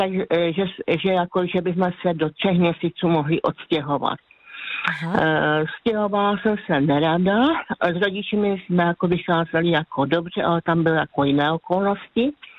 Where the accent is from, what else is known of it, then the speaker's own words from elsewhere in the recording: Zlín Region, Czechia; accent: Wallachian; moved away; No, protože prostě já jsem z Valašska, tam je zase jiná nářečí